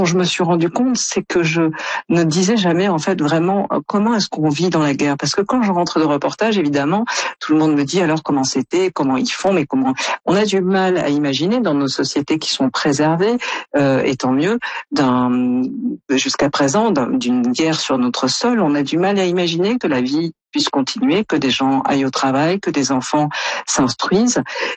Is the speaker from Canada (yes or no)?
no; France; quand on est Canadien ou comme moi français